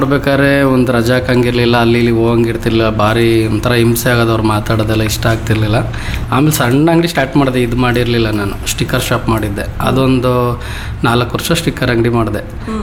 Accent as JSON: {"language": "Kannada", "region": "Karnataka", "country": "India", "tie": "born or raised there", "said": "ನಾವು ಹುಟ್ಟಿದ್ದಿಲ್ಲೇ, ನಮ್ಮದು ತಂದೆ ಊರು ಬಂದು ಹಾಸನು. ನಾವು ಅವರು ಇಲ್ಲಿ ಬಂದು ಸೆಟ್ಲ್ ಆದ್ಮೇಲೆ ನಾವು ಇಲ್ಲೇ ಹುಟ್ಟಿ ಇಲ್ಲೇ ಓದಿ ಗೌರ್ಮೆಂಟ್ ಸ್ಕೂಲಲ್ಲಿ ಓದಿ ಇಲ್ಲೇ ಬೆಳೀತಾನು ಇಲ್ಲೇ ಬಂದಿರೋದು."}